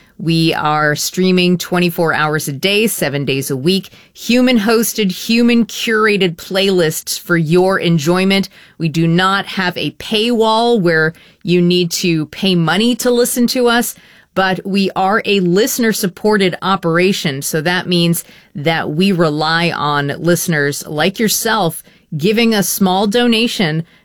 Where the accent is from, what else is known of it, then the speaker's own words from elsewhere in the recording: Boston, Massachusetts, United States; from Boston's own … my hometown.